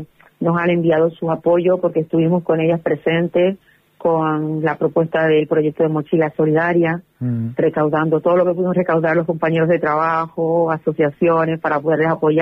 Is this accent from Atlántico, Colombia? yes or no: no; Cartagena, Bolívar, Colombia; moved away; Yo soy de Cartagena de Indias